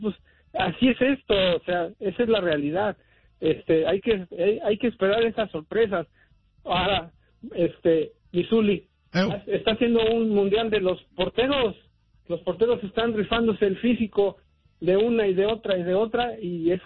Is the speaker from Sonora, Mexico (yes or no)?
no; Mexico City, Mexico; now in Tijuana, Mexico; he tenido oportunidad de estar en muchos lugares de mi querido México y siempre me han tratado muy bien, aunque sepan que soy chilango.